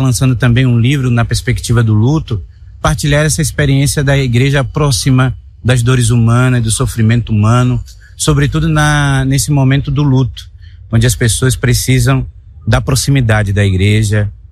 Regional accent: Ubatã, Bahia, Brazil; Eu que sou brasileiro, da diocese de Ilhéus, da cidade de Ubatã, do interior da Bahia

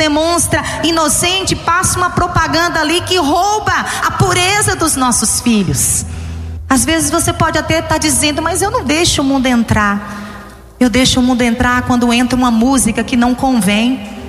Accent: Northeast Region, Brazil; Eu sou nordestina

